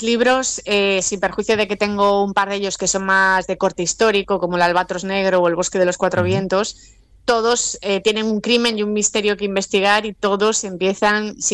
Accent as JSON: {"language": "Spanish", "region": "Galicia", "country": "Spain"}